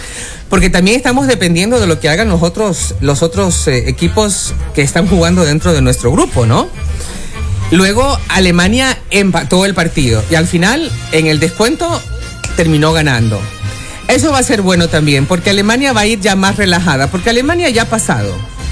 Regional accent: Ecuador; como una ecuatoriana que estoy un poquito decepcionada, ¿no?

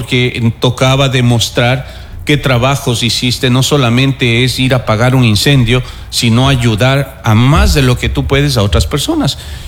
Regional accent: Santo Domingo, Santo Domingo de los Tsáchilas, Ecuador; porque soy de aquí de Santo Domingo.

